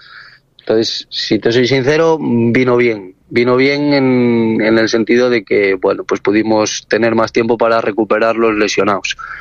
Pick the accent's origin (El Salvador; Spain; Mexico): Spain; Ponferrada, Castile and León; Nosotros somos de Ponferrada, Ponferrada es de Castilla y León, y por nuestra mente pasa competir en Castilla y León.